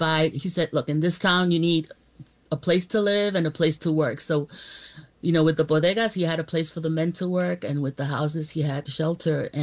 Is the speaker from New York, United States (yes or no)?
yes; New York City, New York, United States; we grew up in the Bronx